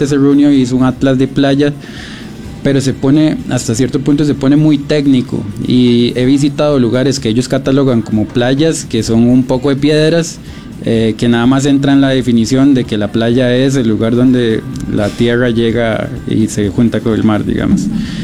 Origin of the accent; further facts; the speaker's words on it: Costa Rica; Yo soy de Lagam, sí.